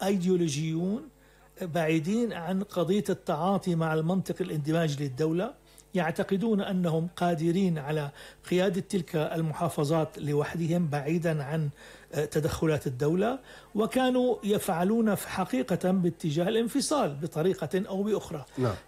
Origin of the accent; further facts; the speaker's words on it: Syria; هذه نتوقعها كسوريين،